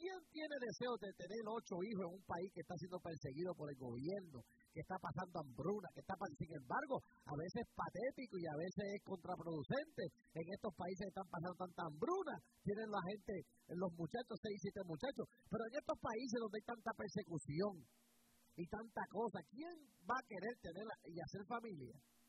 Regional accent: Bronx, New York, United States; born there; Se lo digo yo que nací aquí en el Bronx.

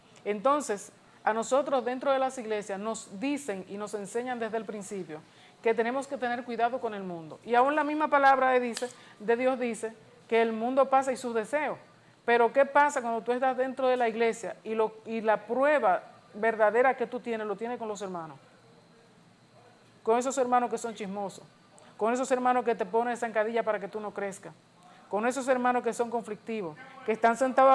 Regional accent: Neiba, Baoruco, Dominican Republic; moved away; yo soy de Neiva, yo soy de Estero de Neiva, de un pueblecito después de Neiva.

